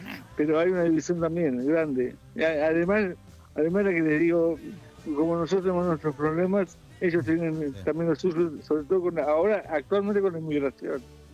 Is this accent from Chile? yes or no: no; Argentina; now in Spain; ¿pero de dónde sos? De Argentina.